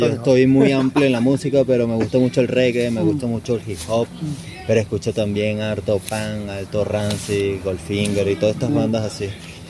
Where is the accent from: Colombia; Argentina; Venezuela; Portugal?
Venezuela; now in Chile; somos originarios de Venezuela y conformados aquí en Chile como tal